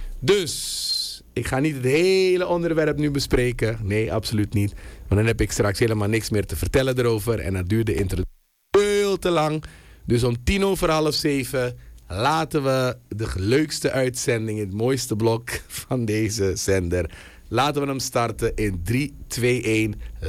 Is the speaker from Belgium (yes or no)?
no; Suriname; hoe gaan wij als Surinamers om met feedback?